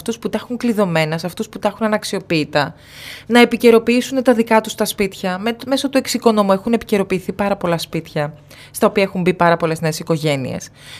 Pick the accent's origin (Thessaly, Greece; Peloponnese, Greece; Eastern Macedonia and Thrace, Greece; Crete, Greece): Eastern Macedonia and Thrace, Greece; born there; οι Ευρύτες γεννηθήκαμε εκεί που γεννηθήκαμε, γιατί δεν υπάρχει περίπτωση ποτέ να την αφήσουμε την περιοχή μας.